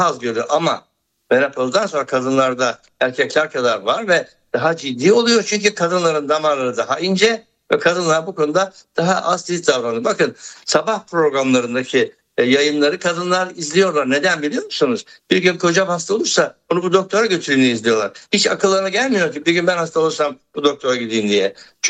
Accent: Erzurum, Turkey; Bana çay konusunda kötü bir şey söyletemezsiniz. Ben çünkü Erzurumluyum.

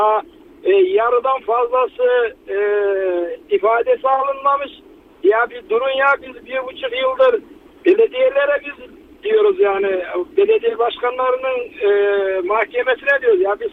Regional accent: Aksaray Province, Turkey; now in Ankara, Turkey; Şimdi memleketim Aksaray ama Ankara'da olduğum için Ankara'dan diyorum yani şey olarak.

